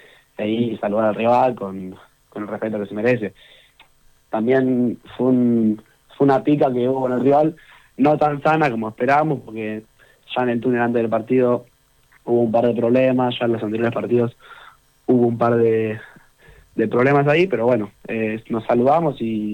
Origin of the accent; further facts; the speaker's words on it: Argentina; es lo que se transmiten de chico en Argentina.